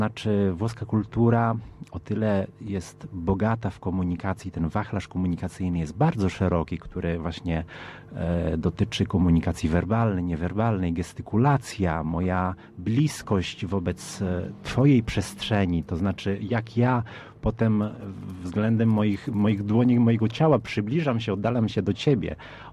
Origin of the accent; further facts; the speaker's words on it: Italy; jako Włoch, jako Polak, który urósł we Włoszech